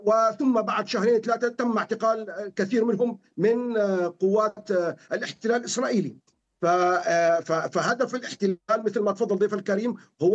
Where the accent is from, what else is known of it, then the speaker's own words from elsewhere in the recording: Quneitra Governorate, Syria; مثل ما حدث معنا نحن أبناء الجولان عندما هجرنا تحت قوة السلاح والترهيب من قوة الاحتلال الإسرائيلي، وحتى الآن أصبحنا نازحين في دمشق وريف دمشق ودرعا وحمص